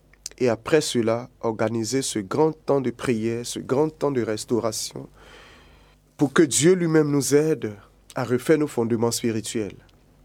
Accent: Côte d’Ivoire; Chez nous, en Côte d'Ivoire

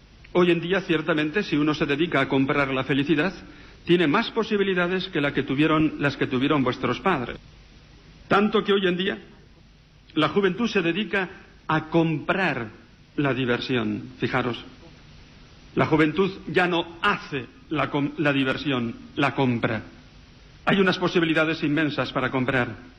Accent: Navarre, Spain; nos íbamos hasta el Pirineo, allí en mi tierra, en Navarra, 150 kilómetros, hasta el último pueblo, Isaba.

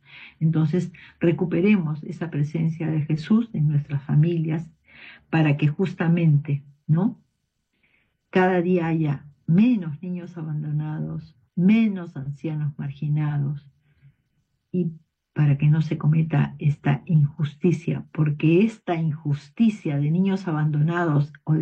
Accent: Peru; nuestro país, nuestro querido Perú

